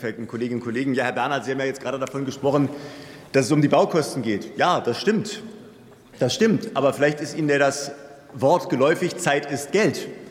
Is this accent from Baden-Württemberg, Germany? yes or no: no; Berlin, Germany; Manchmal, meine Heimatstadt in Berlin, gibt es Fälle, wo man bis zu 10 Jahre auf eine Baugenehmigung bzw. einen Bebauungsplan wartet.